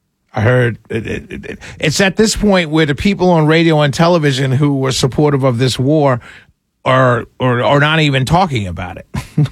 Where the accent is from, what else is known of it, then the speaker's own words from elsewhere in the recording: New York City, New York, United States; growing up in New York City, this show was on aired between 1979 and 1985